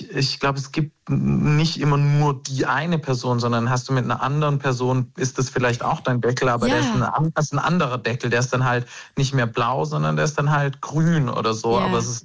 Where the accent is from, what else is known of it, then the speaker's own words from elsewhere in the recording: Baden-Württemberg, Germany; Ja, da ist es natürlich noch mal mehr als Schwabe, hat man da noch mal ein ganz anderes Auge drauf.